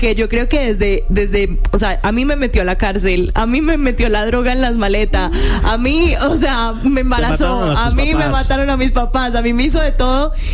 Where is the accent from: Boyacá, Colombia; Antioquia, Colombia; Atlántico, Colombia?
Antioquia, Colombia; Medellín; Yo vengo de un barrio de Medellín que se llama Aranjuez, entonces sé lo problemático y lo difícil que puede ser crecer en un lugar así